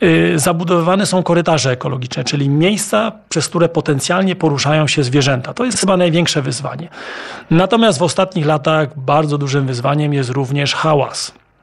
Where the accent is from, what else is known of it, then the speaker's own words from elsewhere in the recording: Lesser Poland, Poland; mieszkam tutaj w sąsiedniej miejscowości, więc no, jestem z Ojcowem związany, można powiedzieć, od urodzenia.